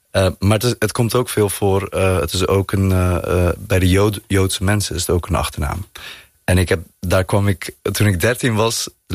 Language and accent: Dutch; North Brabant, Netherlands